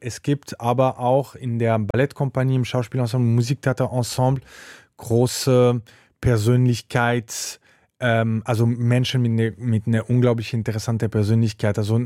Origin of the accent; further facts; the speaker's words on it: Switzerland; moved away as an adult; now in Magdeburg, Germany; Ich komme aus der Schweiz, da ist Eishockey eine große Sache, wird auch ganz schön und viel gesungen im Stadion. Ich bin damit aufgewachsen